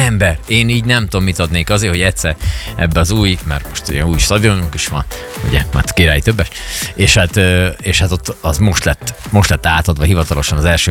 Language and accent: Hungarian; Hungary; mi magyarok vagyunk